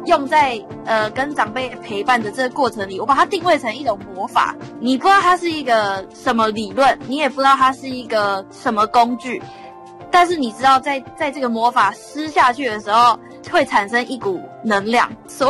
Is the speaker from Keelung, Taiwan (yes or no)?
yes; Keelung, Taiwan; 我本身是基隆人